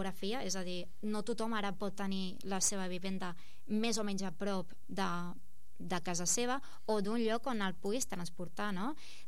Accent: El Prat de Llobregat, Catalonia, Spain; jo que sóc del Prat

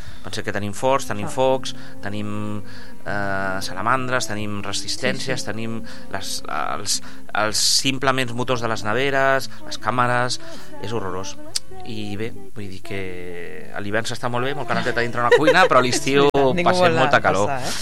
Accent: El Prat de Llobregat, Catalonia, Spain; al Prat tenim

